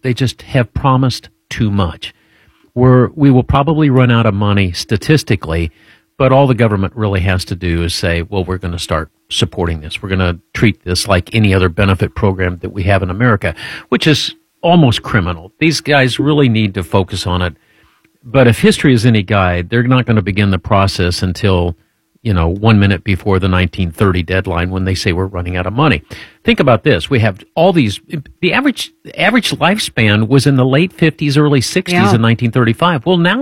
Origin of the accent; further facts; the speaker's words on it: Speedway, Indiana, United States; moved away; growing up in Speedway, Indiana